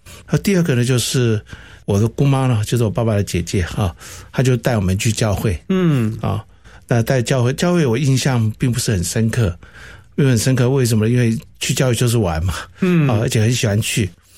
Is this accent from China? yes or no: no; Taiwan; born there; first language Cantonese; Chinese is a second language; also born or lived in Hong Kong; 我是出生在1957年啊，在香港。那后来我就来台湾啊，来台湾是大概6岁左右啊。